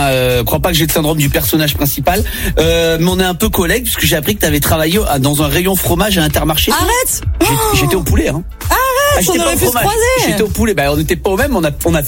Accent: Aix-en-Provence, Provence-Alpes-Côte d'Azur, France; Moi, c'est parce que moi, je suis d'Aix-en-Provence.

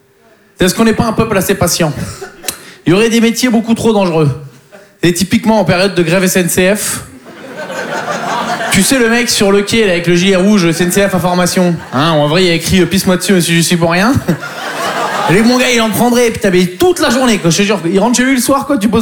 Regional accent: Poitiers, Nouvelle-Aquitaine, France; Mais bon, en plus, je viens de Poitiers, donc il faut s'occuper. Hein. Tu peux pas aller au Futuroscope 5 fois par semaine, quoi.

